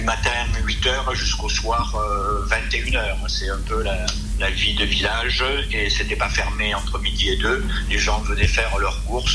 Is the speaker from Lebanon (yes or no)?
no; Villeréal, Nouvelle-Aquitaine, France; Je suis né à Villeréal, j'ai 78 ans.